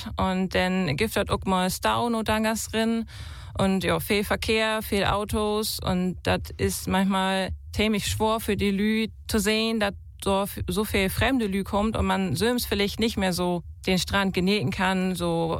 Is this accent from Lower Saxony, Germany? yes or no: yes; Lower Saxony, Germany; Ich komme aus der Wesermarsch, genauer gesagt in Obergun bin ich aufgewachsen und da ha ich all früh dat platt und beten lehrt von meinen Großeltern.